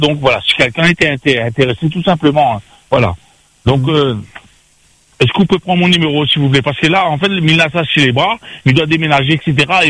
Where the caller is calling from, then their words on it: Cilaos, Réunion; moi, je suis à Sillaos.